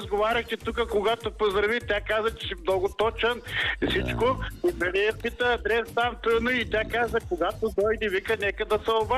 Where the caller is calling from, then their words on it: Burgas, Burgas Province, Bulgaria; съм от Бургас.